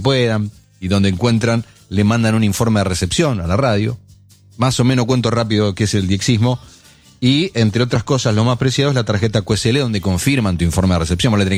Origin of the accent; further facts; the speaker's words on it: La Madrid, Tucumán, Argentina; Se juntan, había muchas asociaciones, se juntan en mi pueblo, en La Madrid, y ahí va uno de los capos del movimiento, que era Dani Camporini.